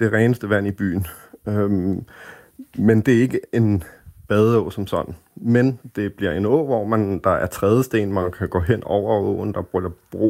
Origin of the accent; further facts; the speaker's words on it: Copenhagen, Capital Region of Denmark, Denmark; jeg er københavner og vokset op her